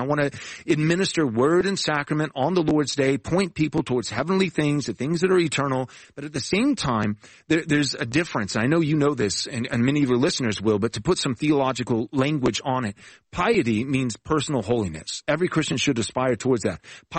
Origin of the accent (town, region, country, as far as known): Texas, United States; born or raised there